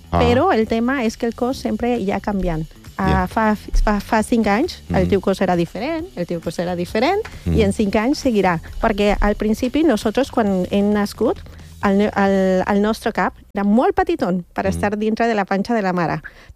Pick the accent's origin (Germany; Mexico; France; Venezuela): Mexico; Catalan is a second language; now in Spain; jo que soc mexicana